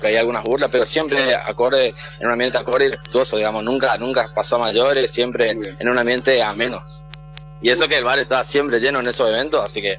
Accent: Argentina

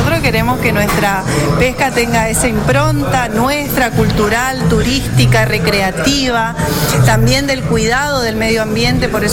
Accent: Chaco, Argentina; somos nosotros los chaqueños

